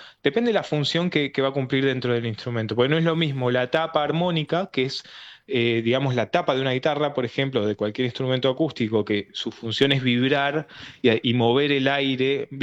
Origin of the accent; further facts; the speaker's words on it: La Plata, Buenos Aires Province, Argentina; Yo soy de La Plata.